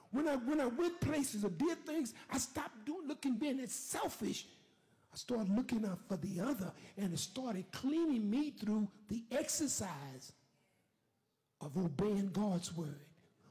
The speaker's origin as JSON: {"language": "English", "town": "Huntsville", "region": "Texas", "country": "United States", "tie": "born there"}